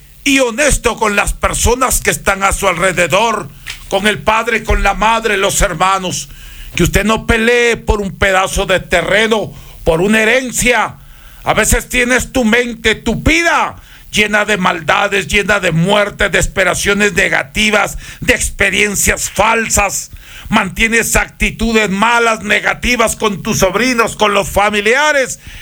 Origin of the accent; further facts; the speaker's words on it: Huancabamba, Piura, Peru; moved away; Esto lo traigo desde mi tierra natal, Huancabamba, Perú.